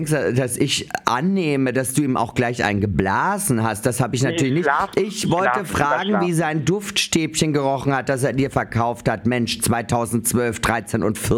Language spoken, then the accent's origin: German; Austria; ich komme ja aus Österreich